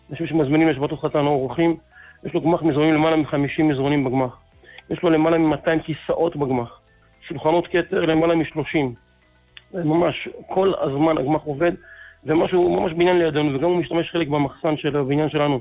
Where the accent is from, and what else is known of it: Jerusalem, Jerusalem District, Israel